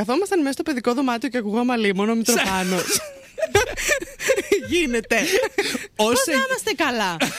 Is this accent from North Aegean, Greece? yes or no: no; Rizovouni, Epirus, Greece; Άνοιξε στο Ριζοβούνι Πρεβέζης, στο χωριό μου.